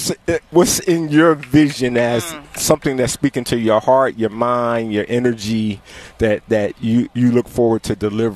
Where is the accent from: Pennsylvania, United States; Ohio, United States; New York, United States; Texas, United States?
Pennsylvania, United States; Philadelphia; I'm from Philly